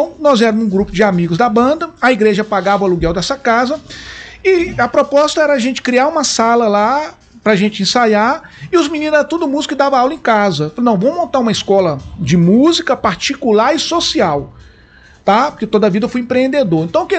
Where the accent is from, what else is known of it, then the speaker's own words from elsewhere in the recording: Coronel Fabriciano, Minas Gerais, Brazil; é um menino da comunidade. Fui nascido e criado ali no Melo Viana, em Coronel Fabriciano.